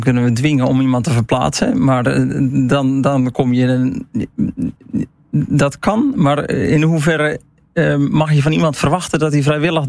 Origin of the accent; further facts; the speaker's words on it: Walcheren, Zeeland, Netherlands; ik kom van Walcheren, dus ik ken de manteling van Walcheren en ik ken de kop van Schouwen.